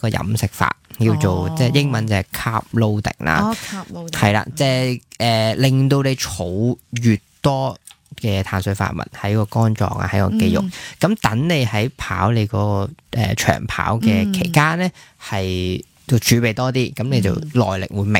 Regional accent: Hong Kong; 因为咧我哋香港人平均嘅钠质嘅摄取咧都系高过世卫标准嘅差唔多一倍。

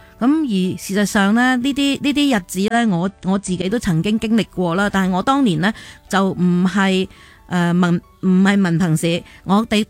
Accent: Hong Kong; 令到尤其是我哋喺香港长大嘅朋友咧，系好有共鸣咯。

